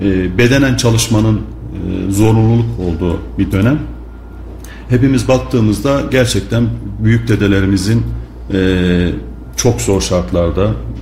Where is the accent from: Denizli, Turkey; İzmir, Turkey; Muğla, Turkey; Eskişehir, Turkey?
Muğla, Turkey; Marmaris; born there; Şimdi benim Marmaris, Muğla Marmaris doğumluyum.